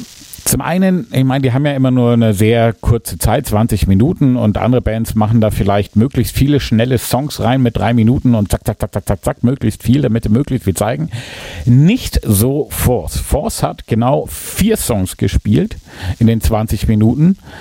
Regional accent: Erlangen, Bavaria, Germany; Kann man sich vielleicht als Franke und vor allen Dingen als Erlanger ganz gut merken

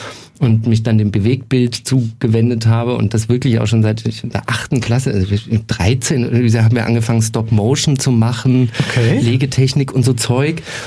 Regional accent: Nuremberg, Bavaria, Germany; now in Munich, Germany; Und ich als Nürnberger wollte mir mal ein eigenes Bild von der Stadt machen, weil es gibt ja so Vorurteile, ja, in Franken, ja.

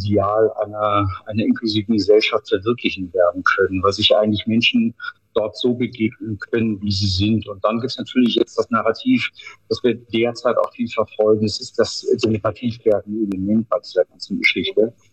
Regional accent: Northern Germany, Germany; now in Bavaria, Germany; wenn man als Norddeutscher nach Bayern kommt, dann sagen sie nicht alle, ach super, endlich mal ein Norddeutscher hier.

